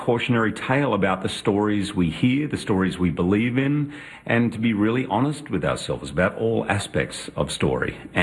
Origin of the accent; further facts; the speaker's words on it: Australia; I mean, I grew up in Australia, so we would go